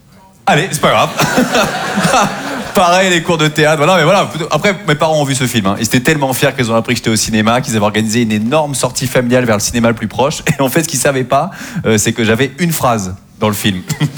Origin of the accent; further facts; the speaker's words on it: Normandy, France; parce que moi, je viens de Normandie et j'ai eu beaucoup de mal avec les élèves du conflorent.